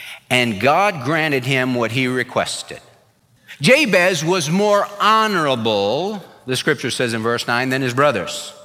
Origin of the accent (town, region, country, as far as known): California, United States; born or raised there